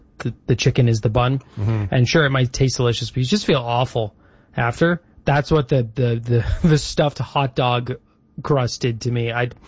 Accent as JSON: {"language": "English", "country": "Ireland", "said": "I'm Irish. I love cabbage, but I don't think I'd put cabbage on pizza."}